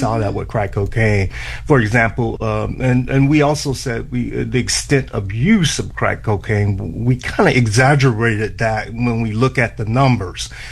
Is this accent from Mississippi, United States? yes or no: no; Miami, Florida, United States; I grew up in Miami, and at that time, I was in the Air Force, actually.